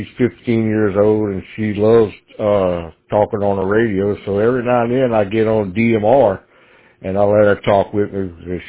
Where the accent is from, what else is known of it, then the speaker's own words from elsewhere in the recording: Louisiana, United States; I'm from Louisiana, South Louisiana.